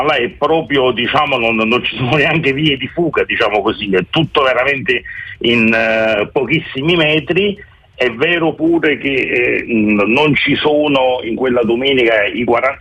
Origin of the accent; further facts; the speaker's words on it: Naples, Campania, Italy; moved away as an adult; now in Rome, Italy; noi siamo napoletani, io anche se vivo da 20 anni a Roma